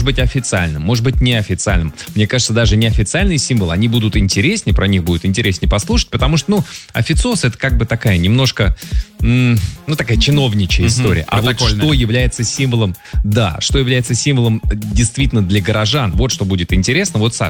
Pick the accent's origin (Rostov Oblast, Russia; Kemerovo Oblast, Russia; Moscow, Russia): Moscow, Russia; born there; потому что я родился в Москве.